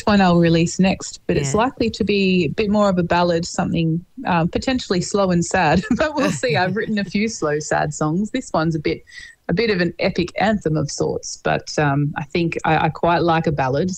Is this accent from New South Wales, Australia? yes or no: no; Melbourne, Victoria, Australia; Yes, born and bred in Melbourne, both my husband and I.